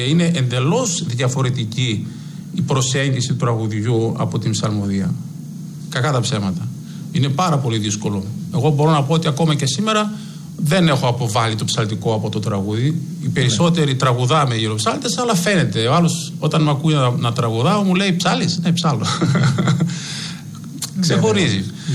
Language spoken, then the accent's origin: Greek; Greece; Μόλις ακούγανε ότι είμαστε από την Ελλάδα